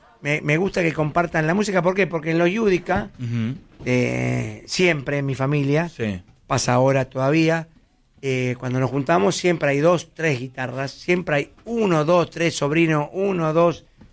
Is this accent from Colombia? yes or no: no; El Palomar, Buenos Aires Province, Argentina; Yo soy de Palomar.